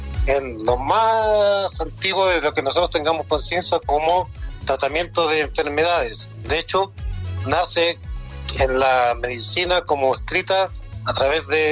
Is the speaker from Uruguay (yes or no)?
no; Calama, Antofagasta, Chile; soy calameño, nací en Calama